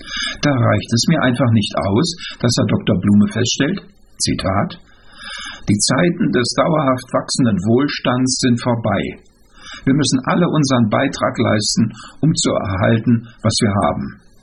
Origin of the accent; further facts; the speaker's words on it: East Germany, Germany; Als Ossi musste ich nach unserer glücklichen Revolution lernen